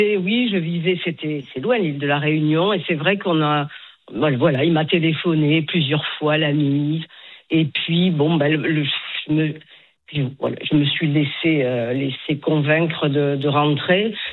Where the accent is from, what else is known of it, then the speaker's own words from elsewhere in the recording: Toulouse, Occitanie, France; now in Paris, France; je suis toulousaine.